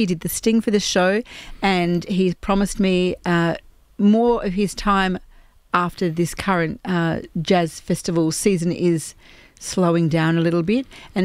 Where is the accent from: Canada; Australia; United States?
Australia; when I said, I'm from Australia and I do a show called Salt Peanuts.